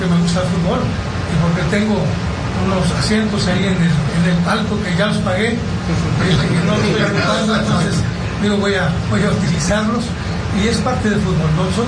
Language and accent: Spanish; Tampico, Tamaulipas, Mexico; now in Monterrey, Mexico; Prácticamente yo ya soy más regiomontano, soy tampiquense, pero hoy ya me considero rey, literalmente, ¿no? Por los años que llevo viviendo ya en la localidad.